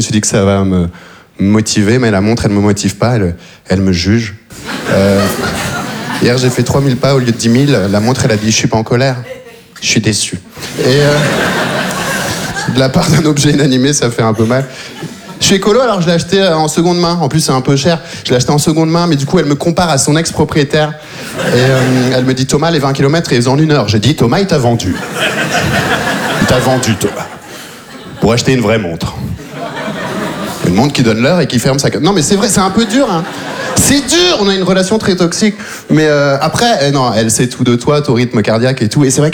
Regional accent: Belgium; born or raised there

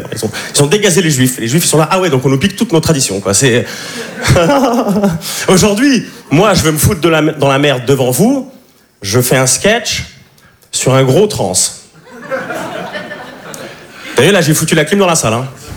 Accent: Switzerland; Enfin, vous, vous me voyez comme un provincial, parce que je suis suisse

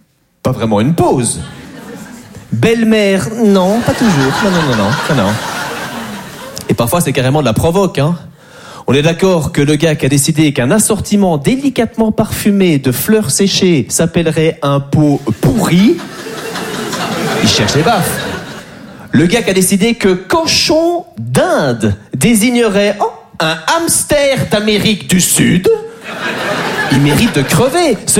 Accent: Belgium; Moi, j'adore les Français, même si je suis belge.

